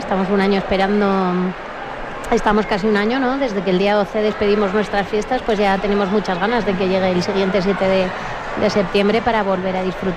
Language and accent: Spanish; Almudévar, Aragon, Spain; los vecinos de mi pueblo